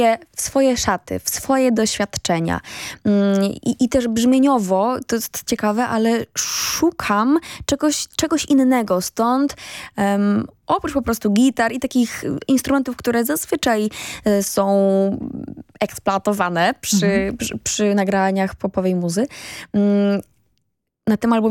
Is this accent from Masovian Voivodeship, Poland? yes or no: no; Lesser Poland, Poland; z miejscem, z którego pochodzę, z Małopolską.